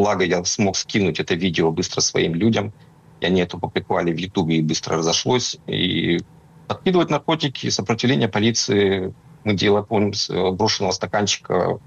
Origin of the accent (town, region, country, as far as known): Murmansk Oblast, Russia